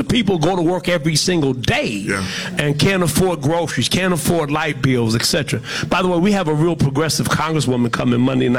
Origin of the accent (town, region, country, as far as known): Detroit, Michigan, United States; born there